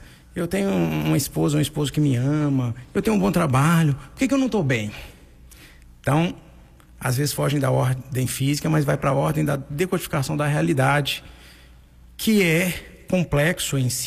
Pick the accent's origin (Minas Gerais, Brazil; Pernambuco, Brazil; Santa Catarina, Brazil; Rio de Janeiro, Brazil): Minas Gerais, Brazil; moved away as an adult; now in Caetité, Brazil; Eu sou mineiro, né? Não sou baiano, né?